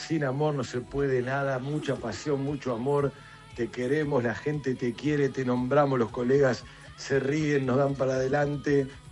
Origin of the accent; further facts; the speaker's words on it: Berisso, Buenos Aires Province, Argentina; yo soy de Berisso, pero bueno, estamos cerca.